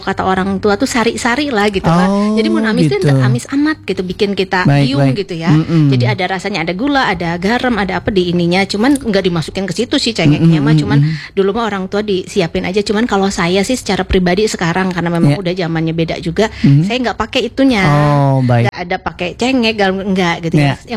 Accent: Cililin, West Java, Indonesia; Kebetulan kampung saya di Cililin

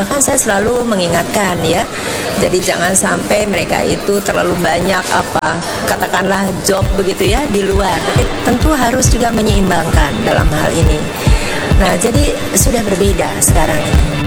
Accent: Yogyakarta, Special Region of Yogyakarta, Indonesia; Saya dari Jogja, Pak.

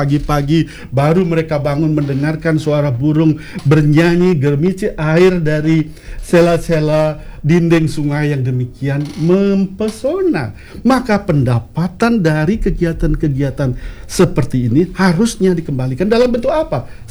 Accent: Bali, Indonesia; Kita orang Bali

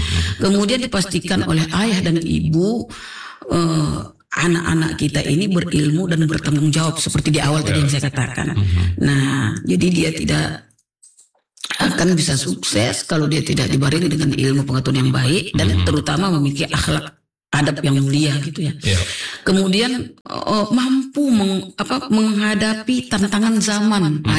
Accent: Tanjung Balai, North Sumatra, Indonesia; Yang Tanjung Balai ini daerah saya nih.

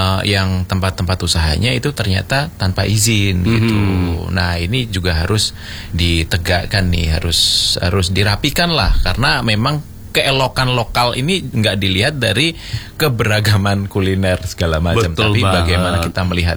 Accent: Yogyakarta, Special Region of Yogyakarta, Indonesia; sebagai orang Jogja asli ya

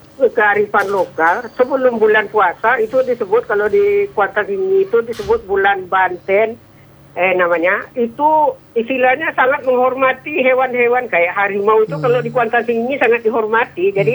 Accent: Inuman, Riau, Indonesia; now in Pekanbaru, Indonesia; saya ingat masa kecil tinggal di kampung di Kecamatan Inuman.

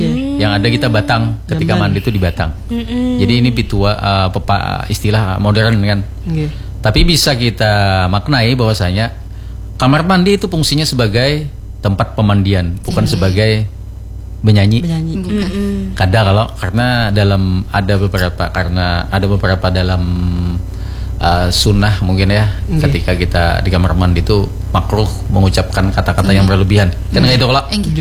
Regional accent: South Kalimantan, Indonesia; Makanya kita di Kalimantan ini, khususnya di Banjar ini, sangat jarang menemukan tulisan-tulisan kuno.

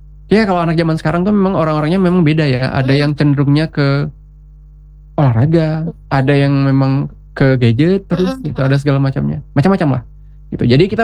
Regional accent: Riau Islands, Indonesia

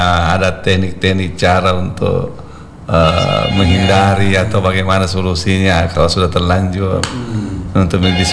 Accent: South Sulawesi, Indonesia; di budaya kita Bugis Makassar

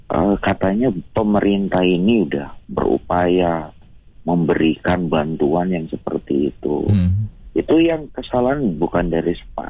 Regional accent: West Java, Indonesia; Kayak orang ngecom ya berarti kalau bahasa Sundanya. Karena saya orang Sunda ya.

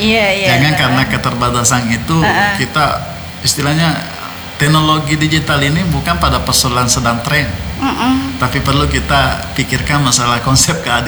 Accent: South Sulawesi, Indonesia; kearifan lokalnya kita sebagai Bugis Makassar.

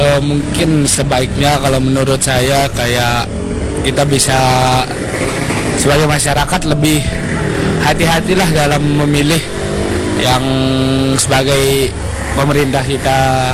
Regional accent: Java, Indonesia; saya asli Jawa.

